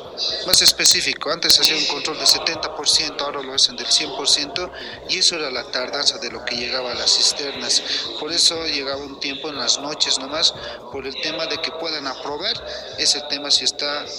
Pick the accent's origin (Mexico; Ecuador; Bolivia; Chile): Bolivia; Potosí; Nosotros, como somos del norte de Potosí, hemos coordinado con nuestro distrital de Potosí